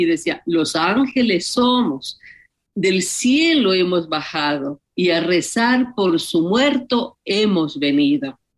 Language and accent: Spanish; Jipijapa, Manabí, Ecuador; born there; El uno de Manabí, de donde somos cinco de nosotros, nacimos en Jipijapa